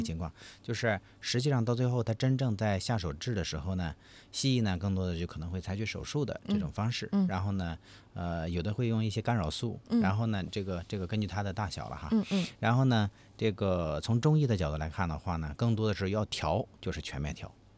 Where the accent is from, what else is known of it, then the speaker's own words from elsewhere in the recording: Hebei, China; 是我们河北人